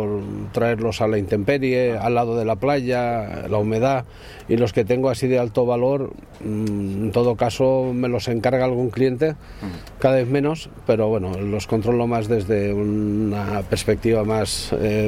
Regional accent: Valencia, Valencian Community, Spain; Yo vengo de Valencia, lo que tengo más es Mediterráneo y de aquella zona.

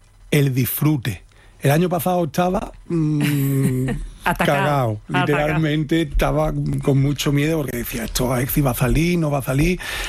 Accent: Algodonales, Andalusia, Spain; Sí, es mi pueblo. Es donde yo nací. Algodonales. Está la Sierra de Cádiz, además un pueblo muy bonito

